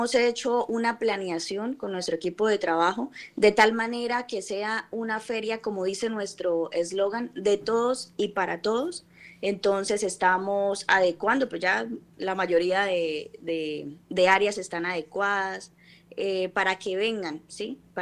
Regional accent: Panamá de Arauquita, Arauca, Colombia; De Arauquita, sí, somos Panamá de Arauquita.

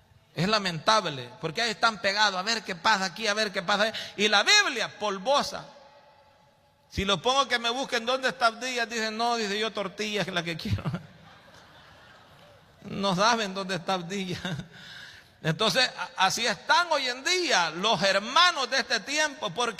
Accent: El Salvador; Yo soy salvadoreño, del Salvador

